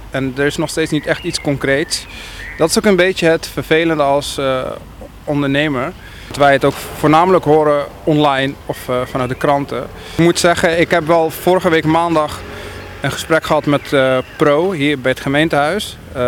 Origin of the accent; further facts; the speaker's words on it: Wageningen, Gelderland, Netherlands; born there; Ik ben geboren in Wageningen. Ik heb er ook 26 jaar gewoond. Gestudeerd aan de Wageningen Universiteit.